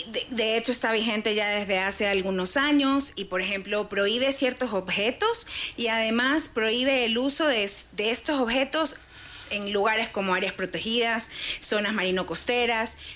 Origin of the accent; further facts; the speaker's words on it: Guayaquil, Guayas, Ecuador; yo soy de Guayaquil, una ciudad donde no puedes tomar el agua de la llave.